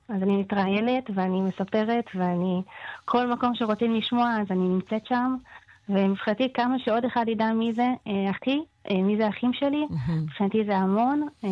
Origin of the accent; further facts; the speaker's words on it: Northern District, Israel; אני גם הייתי בצפון, כי אני צפונית